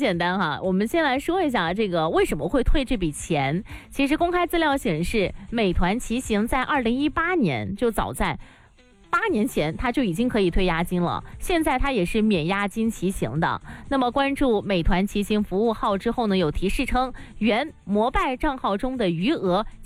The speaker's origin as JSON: {"language": "Chinese", "region": "Guangdong", "country": "China", "said": "我们广东人真的是需要注意一下哈"}